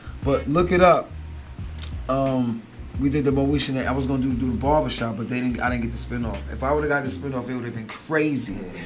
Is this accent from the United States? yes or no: yes; Queens, New York, United States; because I come from Queens, I've seen so much, I can do that.